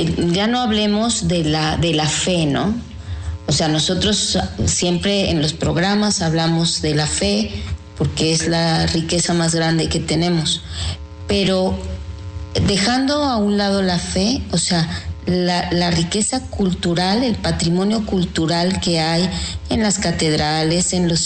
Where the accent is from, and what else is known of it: Puebla, Mexico